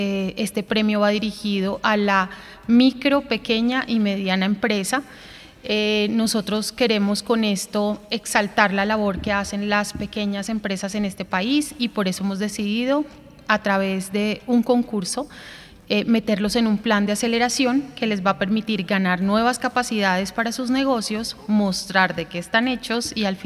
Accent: Colombia

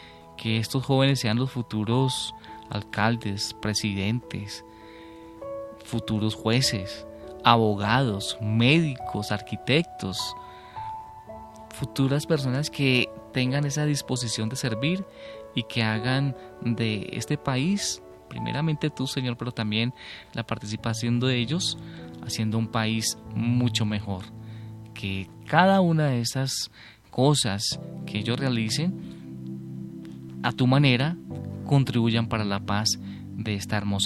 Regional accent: Colombia

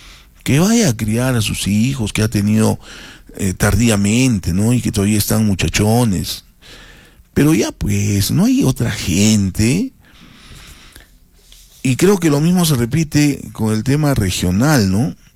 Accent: Arequipa, Peru; Yo estoy hablando como ciudadano, como un arequipeño más en este momento

